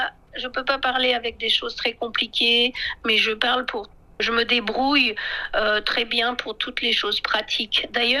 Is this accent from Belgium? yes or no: no; France